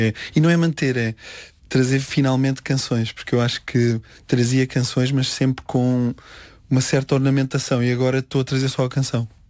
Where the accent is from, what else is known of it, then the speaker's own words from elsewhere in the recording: Coimbra, Centro, Portugal; Sim, sou de Coimbra